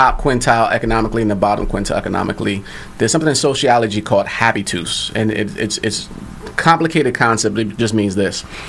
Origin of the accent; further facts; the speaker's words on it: Philadelphia, Pennsylvania, United States; That wasn't how I was raised in Philly.